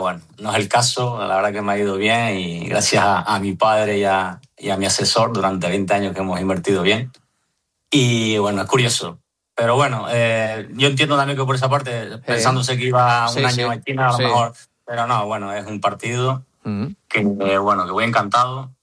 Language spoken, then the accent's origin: Spanish; Arguineguín, Canary Islands, Spain; born or raised there; now in Madrid, Spain